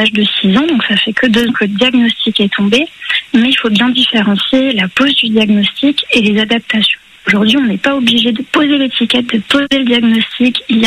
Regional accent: Grand Est, France

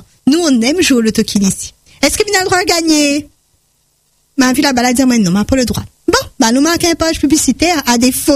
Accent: Réunion; en tant que réunionnais

